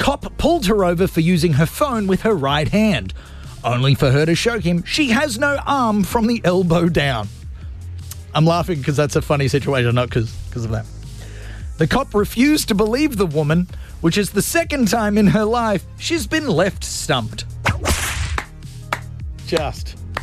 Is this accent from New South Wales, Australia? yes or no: no; Gold Coast, Queensland, Australia; I'm from the Gold Coast, so I can say that joke.